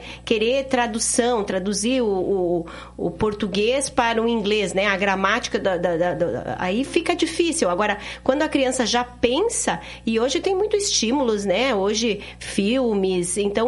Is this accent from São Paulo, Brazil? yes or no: no; Rio Grande do Sul, Brazil; born or raised there; moved away as an adult; also born or lived in Recife; now in Curitiba, Brazil